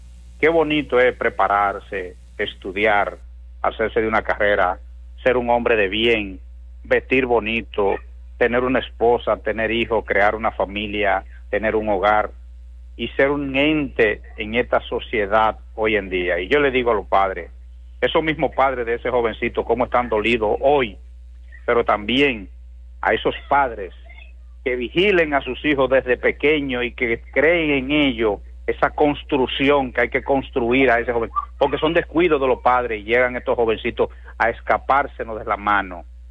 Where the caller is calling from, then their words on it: Moca, Espaillat, Dominican Republic; mi pueblo mocano